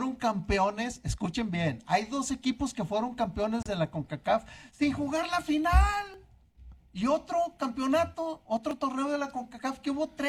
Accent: Burgos, Castile and León, Spain; Sí, pues sí, yo soy de Burgos.

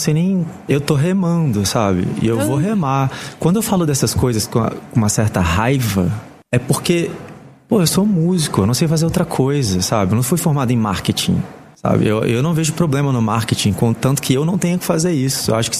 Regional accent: Brazil; Mas eu não posso me dar o luxo também, que eu sou brasileiro, eu sou aquele artista...

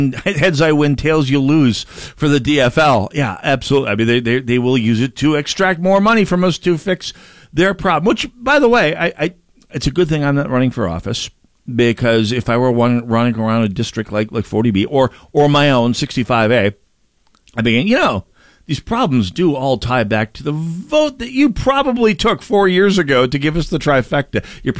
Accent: Saint Paul, Minnesota, United States; I mean, I'm from St. Paul, I know the place.

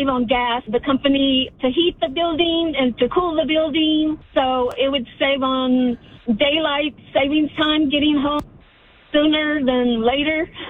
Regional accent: Independence, United States; Independence.

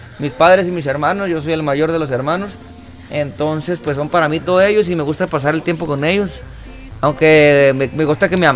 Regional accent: Los Ángeles, Jalisco, Mexico

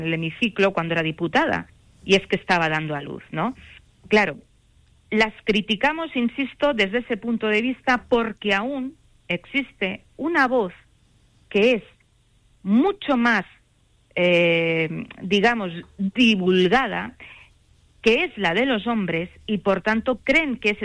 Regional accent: Andalusia, Spain; now in Madrid, Spain; Pero actualmente, como yo digo, soy una manchega cordobesa errante y actualmente vivo en Madrid.

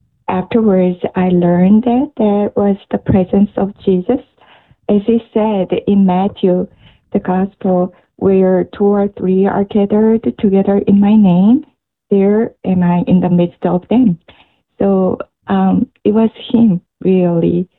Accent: Daegu, South Korea; English is a second language; the children's gathering in the Focalari Movement that was happening in my hometown, Daegu.

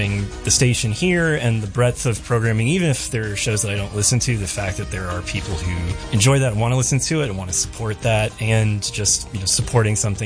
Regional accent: Charlottesville, Virginia, United States; from Charlottesville, and I have been a member since 2017.

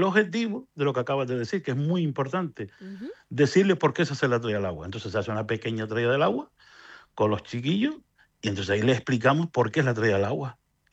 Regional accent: Lomo Magullo, Canary Islands, Spain; porque yo como nací y vivo en Lomo Magullo, conozco bien la fiesta y bueno, desde chiquillo la he disfrutado.

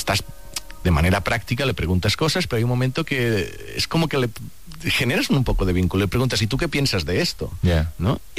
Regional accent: Catalonia, Spain

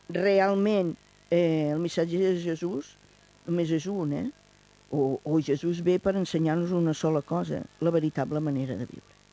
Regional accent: Reus, Catalonia, Spain

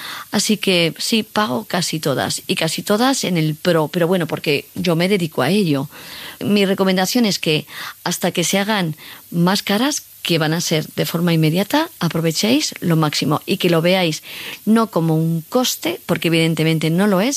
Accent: Cuenca, Castilla-La Mancha, Spain; now in Madrid, Spain; cuando vine yo aquí a estudiar, ¿no?, a Madrid, yo soy de Cuenca

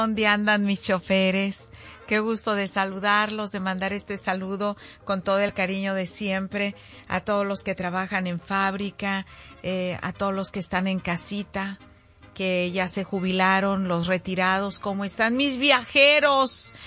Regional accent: Zacualco de Torres, Jalisco, Mexico; moved away; todos los de mi pueblo, de Zacualco de Torres, Jalisco, para todos los del barrio de la Cruz Verde

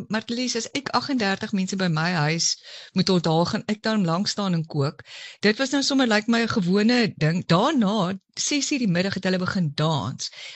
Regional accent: Cape Town, Western Cape, South Africa

